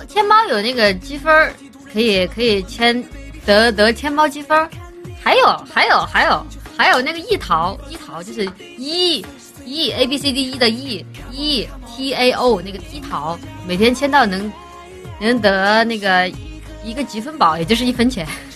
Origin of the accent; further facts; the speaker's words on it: Guangdong, China; accent: Cantonese; 因为我是广东人呐、啊，所以我说话有一点点广东腔。